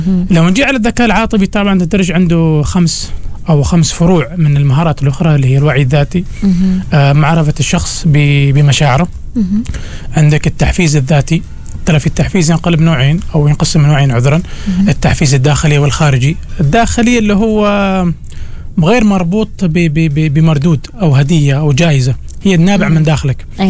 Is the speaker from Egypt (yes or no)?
no; Oman; احنا عندنا في عمان ما في ربيع، صيف شتاء شتاء صيف، وينقلب عندك الجو في في في في في يوم واحد.